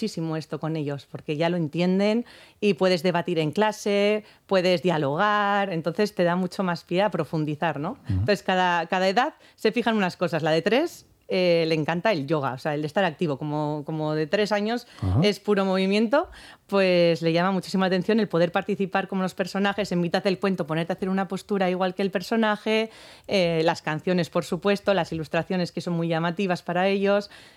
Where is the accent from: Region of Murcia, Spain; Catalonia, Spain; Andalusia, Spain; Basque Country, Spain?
Basque Country, Spain; Gatica; Yo soy de Gatica, exactamente.